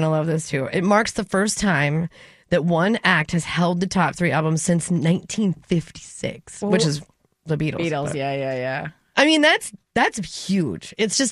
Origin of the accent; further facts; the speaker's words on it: North Dakota, United States; But growing up in North Dakota, we were so behind anyway.